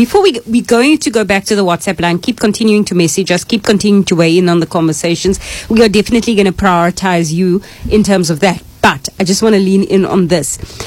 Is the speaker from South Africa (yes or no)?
yes; South Africa; being proudly South African? And also as a woman.